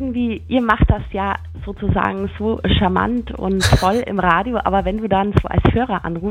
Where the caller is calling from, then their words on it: Diedorf, Bavaria, Germany; Aus Diedorf.